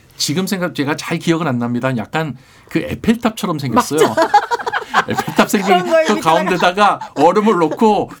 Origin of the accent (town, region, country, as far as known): Gyeongsang, South Korea; born there; also born or lived in Busan / Pohang